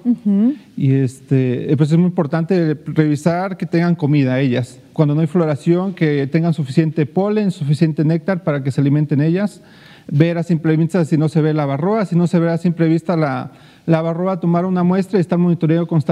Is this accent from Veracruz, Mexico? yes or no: yes; Xico, Veracruz, Mexico; moved away as an adult; now in Dos Ríos, Emiliano Zapata, Mexico; No, yo soy originario de San Marcos, Xico, Veracruz. Uh-huh. Ya tengo 8 años viviendo en Dos Ríos, Emiliano Zapata.